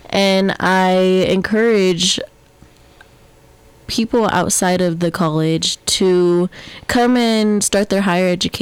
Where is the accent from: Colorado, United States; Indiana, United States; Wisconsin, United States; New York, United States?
Colorado, United States; I am a full Ute woman. I am Southern Ute and Ute Mountain. I come from the Moach, Kaputa, and Weenooch bands.